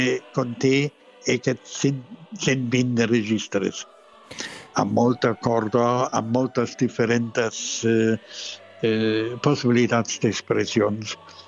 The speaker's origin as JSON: {"language": "Catalan", "country": "Germany", "said": "Doncs nosaltres som aquí originals d'Alemanya amb la seva tradició, formats completament."}